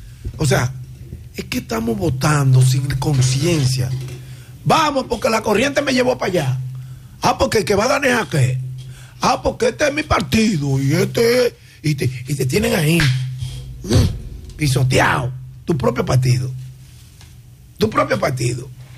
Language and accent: Spanish; Dominican Republic; Porque oye cómo somos los dominicanos.